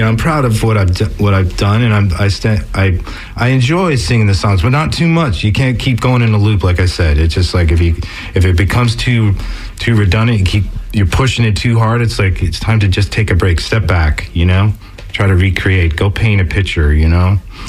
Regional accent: New Jersey, United States; accent: Northeast; I grew up in New Jersey

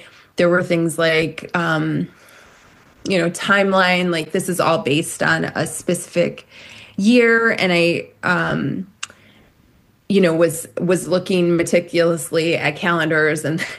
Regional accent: Rockford, Illinois, United States; Yeah, so the novel's set in Rockford, Illinois, and that is my hometown. It's where I live. It's where I have worked in child welfare for almost 2 decades.

